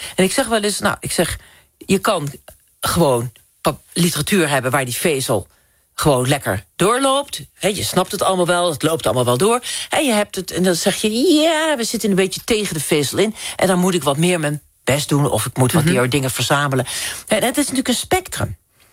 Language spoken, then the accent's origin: Dutch; Drenthe, Netherlands